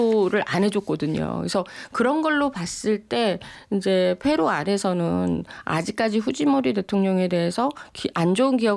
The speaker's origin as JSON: {"language": "Korean", "country": "South Korea", "said": "제가 굉장히 한국 사람으로서 자랑스럽기는 하지만"}